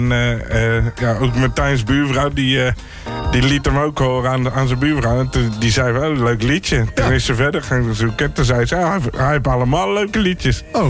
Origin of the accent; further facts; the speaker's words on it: Utrecht, Netherlands; Ik ben een Utrechter, maar.